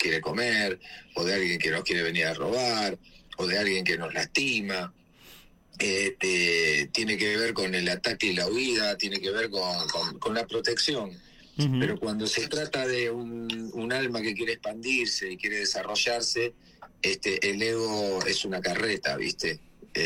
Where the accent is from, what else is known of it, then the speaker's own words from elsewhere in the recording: Argentina; si soy argentino.